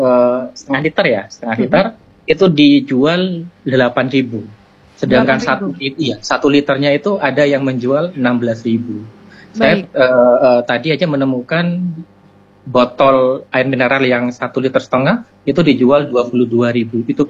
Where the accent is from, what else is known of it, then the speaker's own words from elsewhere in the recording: Sampang, East Java, Indonesia; Iya, saya dari Sampang Kota, yang mana tiap hari itu kan ngajarnya di Pulau Mandangin.